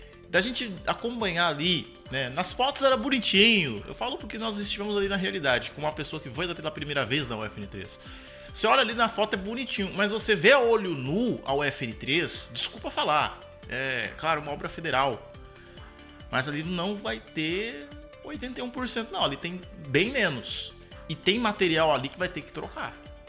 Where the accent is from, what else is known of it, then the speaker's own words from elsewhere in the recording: Brazil; eu torço como brasileiro e como pessoa que acredita no seu país e na sua cidade, como no caso é Três Lagoas, como eu acredito na Três Lagoas que eu vivo há 28 anos